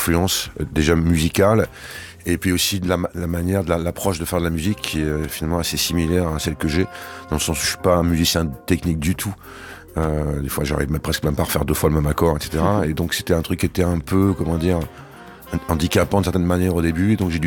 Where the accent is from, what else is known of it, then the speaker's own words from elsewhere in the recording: Nice, Provence-Alpes-Côte d'Azur, France; Je suis niçois, donc il y avait un festival de jazz à Nice qui s'appelait la Grande Parade du Jazz.